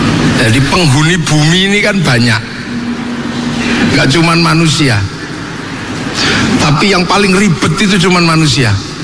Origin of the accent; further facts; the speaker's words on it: Yogyakarta, Special Region of Yogyakarta, Indonesia; Saya juga mau nyampaikan pantun tapi pakai bahasa Jawa karena saya orang Jogja.